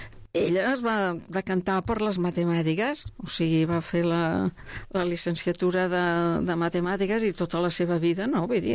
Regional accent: Mollet del Vallès, Catalonia, Spain; also born or lived in Barcelona; ja era de Mollet, o sigui, jo tinc que mirar-me el carnet d'identitat per dir on te vas néixer, a Barcelona, però jo em considero de naixement com de Mollet, perquè tota la vida he viscut aquí, he viscut al mateix lloc, i m'agrada el poble, m'agrada més viure en el poble que no pas en una ciutat gran.

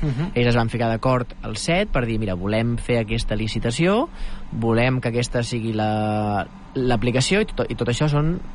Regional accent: El Vendrell, Catalonia, Spain; Jo he sigut de Vendrell de tota la vida i em considero poc vendrellenc.

